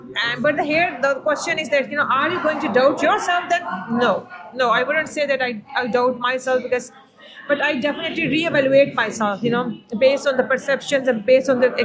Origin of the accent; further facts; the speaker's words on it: Cork, Munster, Ireland; And it gave me a sense of pride and belonging that I am from Cork, you know, and I'm the true spirit.